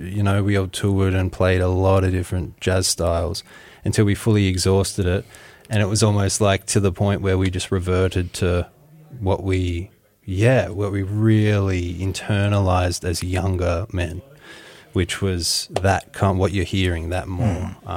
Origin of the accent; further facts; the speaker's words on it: Australia; now in Berlin, Germany; I actually had the pleasure of meeting here in Berlin, even though we're both from Australia.